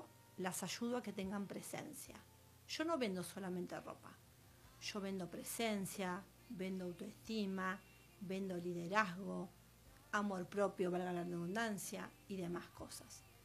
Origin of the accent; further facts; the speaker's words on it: Argentina; now in Tandil, Argentina; Somos argentinas.